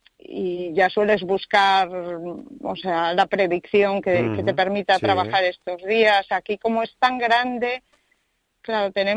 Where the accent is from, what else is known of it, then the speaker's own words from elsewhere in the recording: Galicia, Spain; porque si somos gallegos de costa